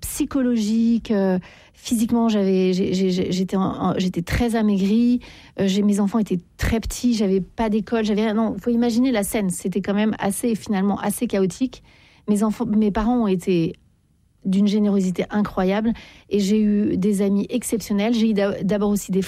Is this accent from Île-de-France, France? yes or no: yes; Paris, Île-de-France, France; moi je suis parisienne, on râle beaucoup, les gens sont pas sympas parfois dans le métro.